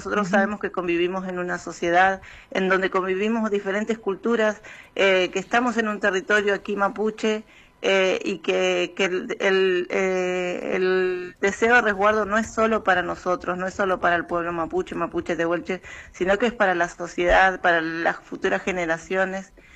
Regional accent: Argentina; nosotros somos parte de un pueblo originario y en nuestro documento además dice que somos ciudadanos argentinos

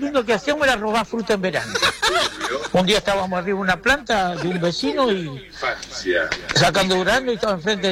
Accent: Viamonte, Córdoba, Argentina; yo nací en Viamonte, Córdoba, un pueblito cerca de Rufino, 100 kilómetros de Rufino.

